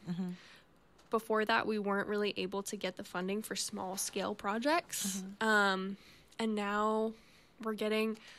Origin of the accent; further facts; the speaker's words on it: Williamsburg, Massachusetts, United States; People in Franklin County, I grew up in Williamsburg, just mm-hmm. down the road, but, you know, culturally a little bit different, of course.